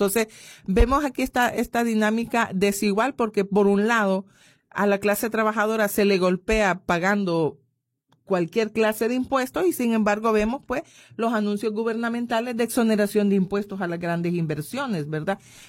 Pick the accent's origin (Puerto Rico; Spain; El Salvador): El Salvador; como decimos en buen salvadoreño